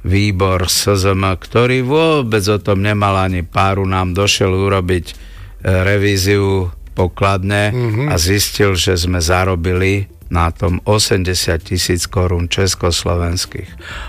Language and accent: Slovak; Pezinok, Bratislava Region, Slovakia; ja som z Pezinka.